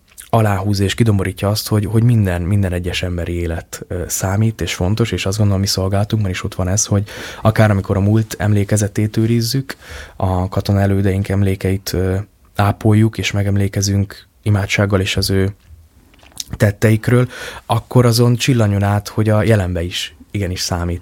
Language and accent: Hungarian; Sopron, Győr-Moson-Sopron, Hungary; én soproni vagyok